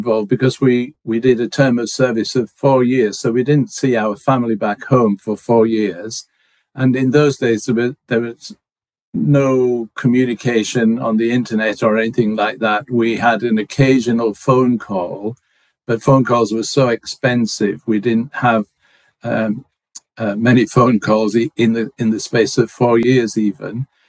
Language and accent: English; Barnsley, Yorkshire and the Humber, United Kingdom; Hudson Taylor, who came from my hometown